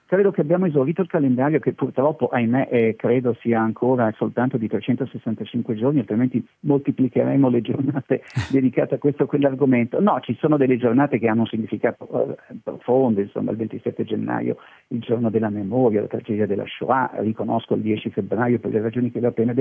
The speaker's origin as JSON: {"language": "Italian", "town": "Trieste", "region": "Friuli-Venezia Giulia", "country": "Italy", "said": "come triestino"}